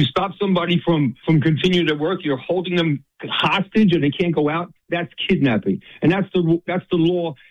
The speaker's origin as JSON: {"language": "English", "town": "Brooklyn", "region": "New York", "country": "United States", "tie": "born or raised there", "said": "So I grew up in Brooklyn, New York, not Brooklyn, Michigan."}